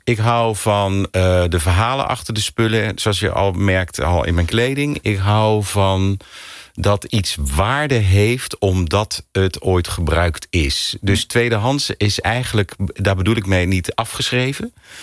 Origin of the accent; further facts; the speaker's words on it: Arnhem, Gelderland, Netherlands; En wij woonden op een gegeven moment, ik kom uit Arnhem, woonden we naast het veilinghuis aan de ene kant.